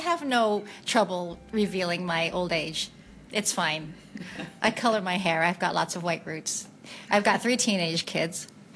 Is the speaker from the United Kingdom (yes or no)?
yes; United Kingdom; accent: British; Or the teacher criticizing my accent because it was a British thing.